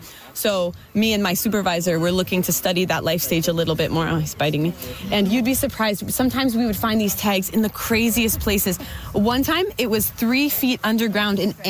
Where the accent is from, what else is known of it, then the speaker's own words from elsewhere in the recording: Guelph, Ontario, Canada; I'm from Guelph, Ontario.